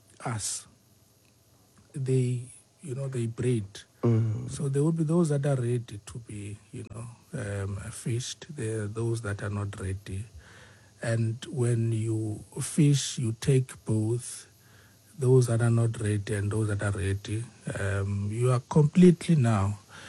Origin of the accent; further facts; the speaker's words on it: Eastern Cape, South Africa; moved away; I'm from Mengobo, based in Cape.